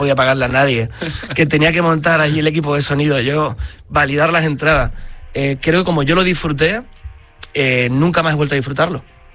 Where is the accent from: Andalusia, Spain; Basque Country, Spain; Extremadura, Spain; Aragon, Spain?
Andalusia, Spain; La Rinconada; echarme a la espalda la caseta de feria de mi pueblo.